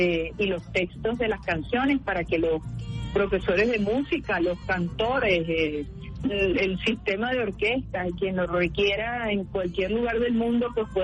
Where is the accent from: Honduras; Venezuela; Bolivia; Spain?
Venezuela; lo que nos une como venezolanas y como venezolanos